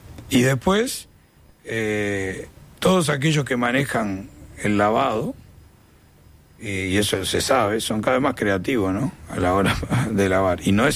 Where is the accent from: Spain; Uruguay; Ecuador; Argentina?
Uruguay; Como empresario uruguayo te digo eso.